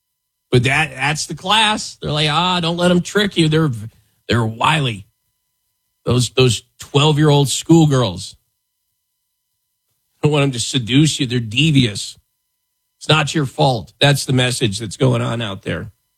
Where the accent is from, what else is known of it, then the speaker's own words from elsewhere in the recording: Wyoming, United States; I've had many people make sheep jokes when they hear I grew up in Wyoming, even though we didn't raise sheep.